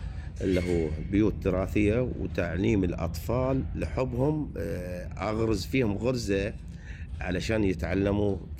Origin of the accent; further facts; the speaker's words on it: Qatif, Eastern Province, Saudi Arabia; عندنا في القطيف إغار على الثاني.